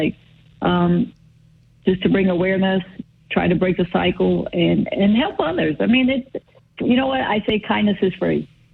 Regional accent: West Virginia, United States; I'm from West Virginia, and boxing is really not a big deal in my state.

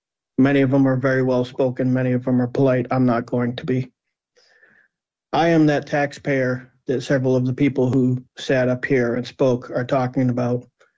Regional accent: Cape Cod, Massachusetts, United States; I'm born and raised on Cape Cod.

